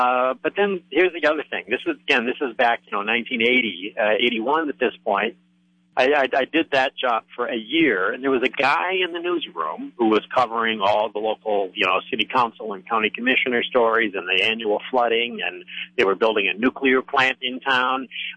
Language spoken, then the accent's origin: English; Monroe, Michigan, United States; My hometown is Monroe, Michigan